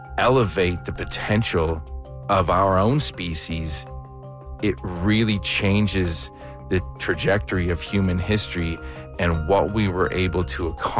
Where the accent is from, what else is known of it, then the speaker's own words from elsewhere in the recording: Canada; now in Colorado, United States; So I'm from Canada originally.